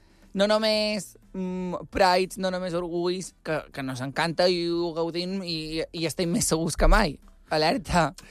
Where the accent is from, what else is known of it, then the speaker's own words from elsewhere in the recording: Andratx, Balearic Islands, Spain; accent: Mallorcan; Sóc d'Andràs i el nostre mallorquí tampoc és el millor del món.